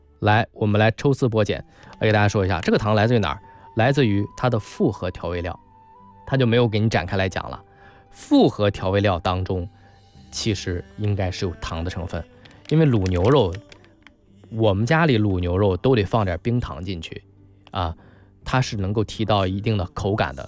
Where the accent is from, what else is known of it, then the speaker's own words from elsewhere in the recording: Shandong, China; 是山东的意思，但是我的祖籍是在汕头